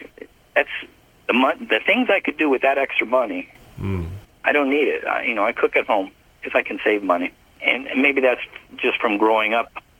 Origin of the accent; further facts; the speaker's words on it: Bakersfield, California, United States; born there; No, because I was born out here. I was born in Bakersfield.